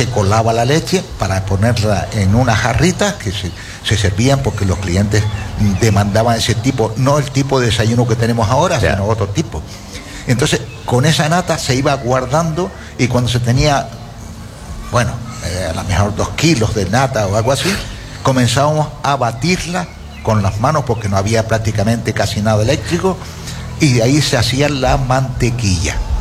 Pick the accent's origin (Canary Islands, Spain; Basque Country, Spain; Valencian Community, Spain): Canary Islands, Spain; born there; Pero, hombre, yo soy nacido en Gran Canaria. Pero cuando he venido aquí al sur hace 45 años, ya mi mujer me dijo, dice, de aquí yo no me muevo.